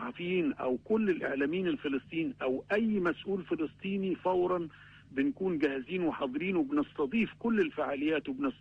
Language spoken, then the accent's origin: Arabic; Egypt; also born or lived in Gaza; أنا يعني كمصري في فلسطين الهوى وعشت وابني الأول ولد في غزة